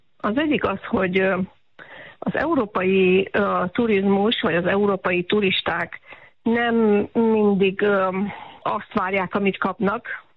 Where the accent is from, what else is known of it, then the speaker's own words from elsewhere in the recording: Cluj-Napoca, Cluj County, Romania; moved away as an adult; now in Hawaii, United States; Kolozsvár mellett egy kis faluban születtem lényegében, és Kolozsváron éltem hosszú ideig.